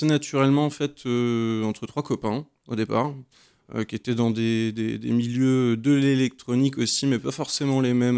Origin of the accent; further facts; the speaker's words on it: Tours, Centre-Val de Loire, France; Tourangeau.